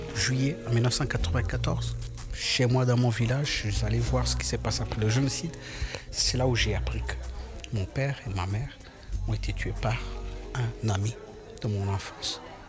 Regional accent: Rwanda; moved away; Je suis allé au Rwanda en 2007, dans mon village natal, là où j'étais né, là où j'avais connu Vincent

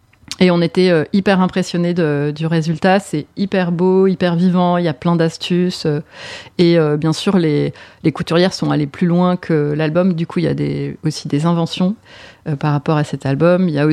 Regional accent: Grand Est, France; je viens des Vosges, donc je vois un petit peu.

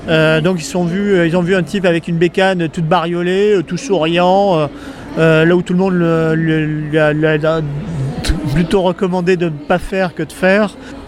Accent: France; moi j'ai pas besoin de visa pour les États-Unis, je suis français.

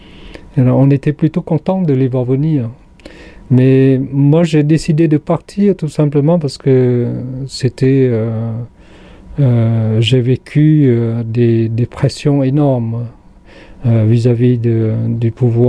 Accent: Cambodia; now in France; j'ai quitté le Cambodge comme sur quelque chose que je ne maîtrisais pas du tout. Et même en arrivant en France au bout de 3 ans, j'ai fait des cauchemars presque tous les soirs

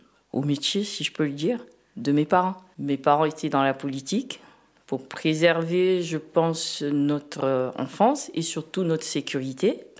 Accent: Niger; moved away as an adult; now in Montvel, France; Je suis, aujourd'hui, je suis, si je peux dire, française, mais d'origine nigérienne. Je suis arrivée en France en 2004 pour continuer et suivre mes études.

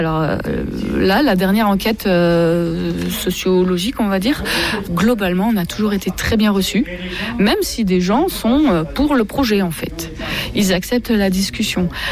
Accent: Auvergne-Rhône-Alpes, France

